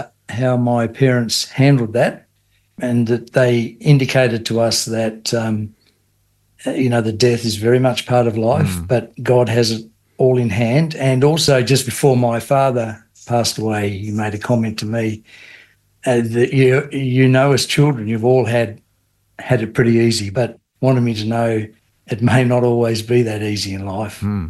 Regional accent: Devonport, Tasmania, Australia; Yeah, I was born in Devonport, and so I've been here all my life, but certainly had the opportunity to have a bit of a look around, haven't just stayed here.

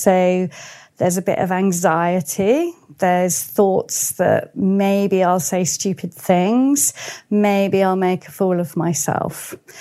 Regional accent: Worthing, South East England, United Kingdom; And there was an offer of a job in a place that no one else would want, but Worthing was my hometown.

